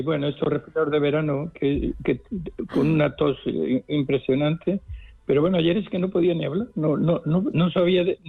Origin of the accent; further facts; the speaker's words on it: Alcázar de San Juan, Castilla-La Mancha, Spain; en nuestro pueblo, en Alcázar de San Juan, se dice que no hablamos, sino que allí lo que hacemos es sentenciamos